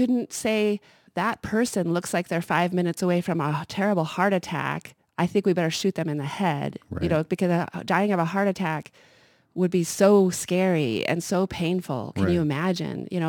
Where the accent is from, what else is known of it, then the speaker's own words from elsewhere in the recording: Missoula, Montana, United States; I grew up in Missoula